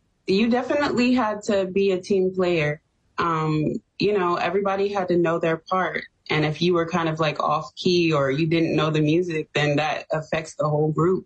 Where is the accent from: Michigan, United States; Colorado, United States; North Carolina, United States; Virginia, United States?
Virginia, United States; Hampton; I am from Hampton, Virginia.